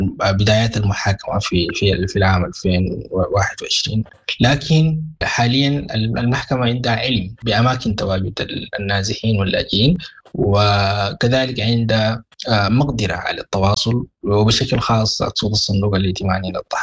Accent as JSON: {"language": "Arabic", "country": "Sudan", "said": "كلنا كسودانيين"}